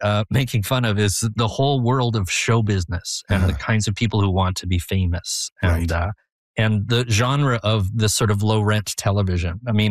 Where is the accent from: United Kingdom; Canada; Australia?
Canada; as a Canadian who, you know, loved